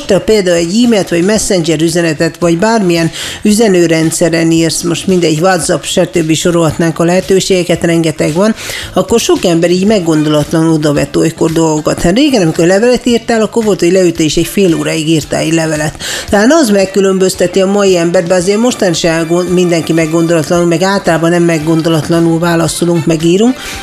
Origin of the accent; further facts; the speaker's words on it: Debrecen, Hajdú-Bihar, Hungary; Hozzáteszem, én Debrecenbe születtem, nőttem föl, és itt is élek, és ha nem muszáj, én nem hagynám el Debrecen